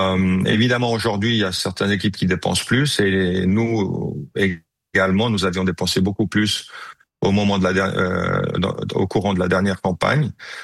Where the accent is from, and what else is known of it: Switzerland